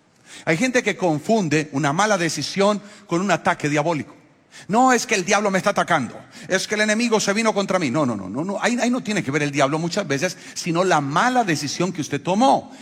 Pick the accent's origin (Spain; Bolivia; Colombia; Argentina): Colombia; los hombres de Colombia somos